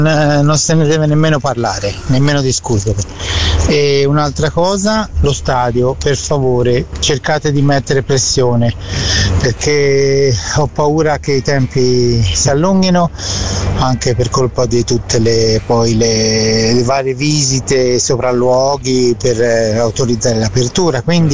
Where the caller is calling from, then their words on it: German-speaking Switzerland, Switzerland; dalla Svizzera tedesca.